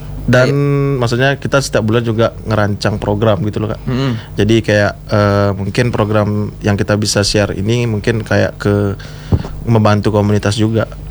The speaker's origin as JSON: {"language": "Indonesian", "town": "Singaraja", "region": "Bali", "country": "Indonesia", "tie": "born there", "said": "Jadi aku sama teman-teman di sini pengen mengembangkan juga kota kelahiranku itu, Kak."}